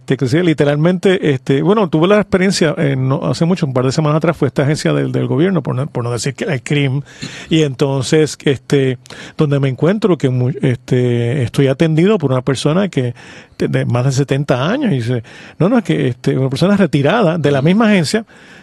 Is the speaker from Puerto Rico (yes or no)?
yes; Puerto Rico